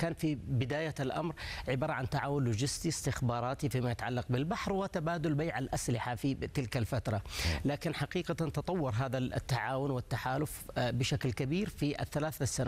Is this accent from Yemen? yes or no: yes; Yemen; عندنا في اليمن